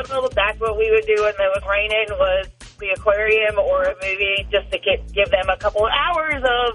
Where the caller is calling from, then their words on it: Waynesboro, Virginia, United States; I am calling from Waynesboro.